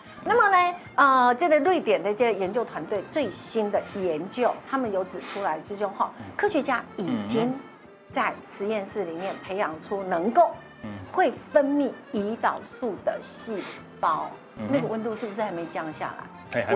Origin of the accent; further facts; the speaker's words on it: Taiwan; born there; 我们出生在台湾